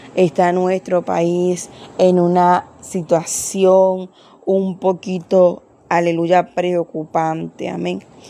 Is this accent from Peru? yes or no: no; Colombia